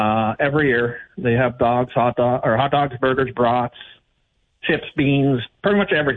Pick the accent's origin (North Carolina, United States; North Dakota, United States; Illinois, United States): North Dakota, United States; Grand Forks; from Grand Forks. I am the SAL commander for Grand Forks, North Dakota, and State Sergeant of Arms for Grand Forks.